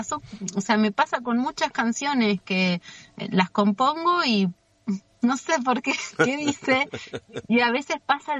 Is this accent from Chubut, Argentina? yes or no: yes; Trevelin, Chubut, Argentina; me voy a enfocar en un concierto acá, en Trevelin, en mi pueblo, para la gente de acá.